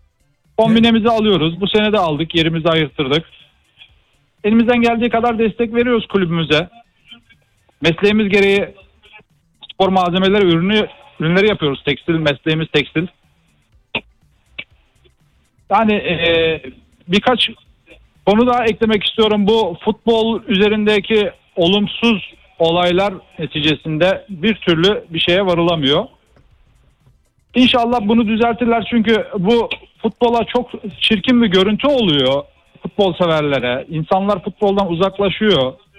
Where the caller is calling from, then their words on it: Samsun, Turkey; Samsun'dan arıyorum ben.